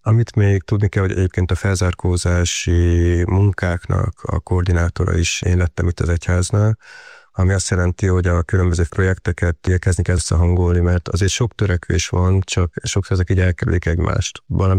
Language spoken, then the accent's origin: Hungarian; Hungary; moved away as an adult; also born or lived in Nyíregyháza; now in Budapest, Hungary; alapból egy kis faluból származom